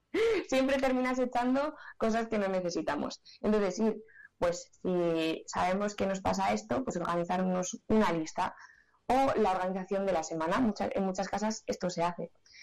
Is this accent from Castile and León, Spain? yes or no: yes; Fuente-Armejil, Castile and León, Spain; pues pasa en muchos pueblos de Soria, por ejemplo. Sin ir más lejos, mi pueblo es Fuente-Armejil. Nos tenemos que desplazar prácticamente 20 kilómetros hasta la tienda más cercana de alimentación.